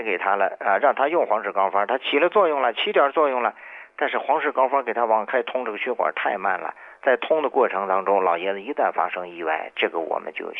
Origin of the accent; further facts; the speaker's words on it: China; 我们中国人倡导的是孝道文化